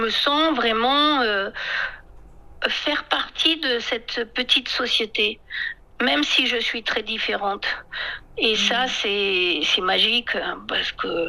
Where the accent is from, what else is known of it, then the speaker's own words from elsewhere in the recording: France; now in China; Pourtant, je suis pas du tout américaine, je suis française, mais bon, pour eux, ça veut dire étranger, quoi.